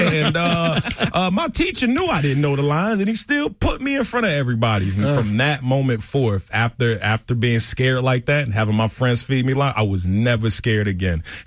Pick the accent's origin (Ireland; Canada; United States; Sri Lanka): United States; Chicago, Illinois; I'm from Chi-Town, baby.